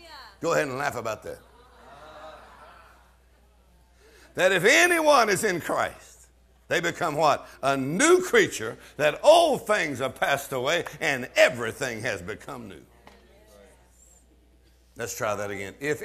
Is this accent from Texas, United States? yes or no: yes; Texas, United States; born there; I'm from Texas.